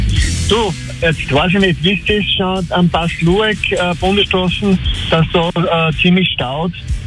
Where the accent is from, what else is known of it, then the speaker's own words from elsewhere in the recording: Hallein, Salzburg, Austria; born there; now in Werfen-Tenneck, Austria; eigentlich bin ich gebürtiger Halleiner, wohne aber seit 28 Jahren in Werfen-Tenneck.